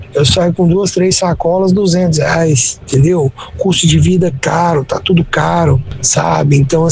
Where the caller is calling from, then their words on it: Goiânia, Goiás, Brazil